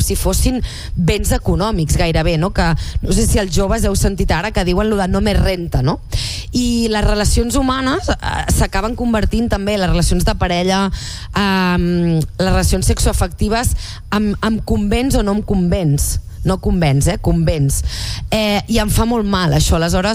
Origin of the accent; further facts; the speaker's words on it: Sant Feliu de Llobregat, Catalonia, Spain; Jo vaig començar a estudiar teatre a Sant Feliu de Llobregat, al meu poble, quan tenia 10 anys